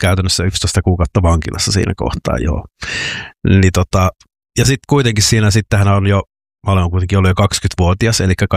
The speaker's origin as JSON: {"language": "Finnish", "town": "Joensuu", "region": "North Karelia", "country": "Finland", "tie": "born or raised there", "said": "minähän olen siis Joensuusta kotoisin ja siellä elin lukion loppuun sitten olin yhden välivuoden siellä hengailin ja sitten menin vielä armeijaan."}